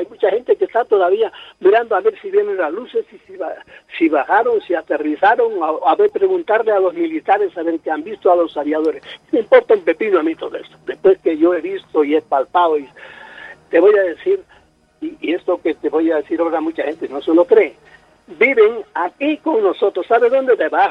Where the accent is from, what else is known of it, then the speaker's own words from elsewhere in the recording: Spain; Nosotros, a pesar de que en España estamos tan mal